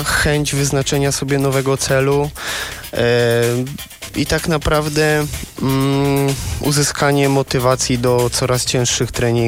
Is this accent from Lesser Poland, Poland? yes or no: no; Sochaczew, Masovian Voivodeship, Poland; born there; Jestem z Sochaczewa, tu się urodziłem i tutaj teraz też mieszkam.